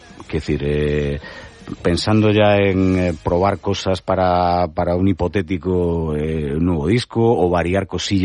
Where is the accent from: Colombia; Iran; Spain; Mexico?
Spain; Pontevedra, Galicia; Yo es que soy de Pontevedra.